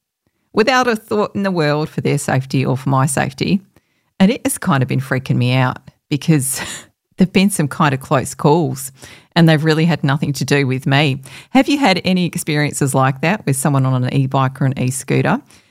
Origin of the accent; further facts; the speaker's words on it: Western Australia, Australia; born there; moved away; my home state of WA